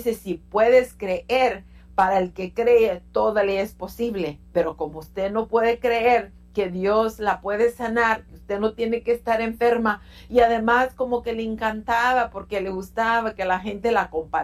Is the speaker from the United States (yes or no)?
yes; United States; born there; mis padres y nosotros todos somos estadounidenses, nacimos aquí en Estados Unidos